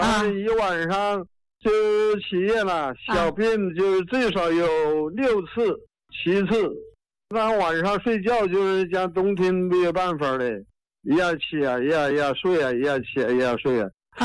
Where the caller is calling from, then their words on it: Yunmeng, Hubei, China; 我是云梦嘛，云梦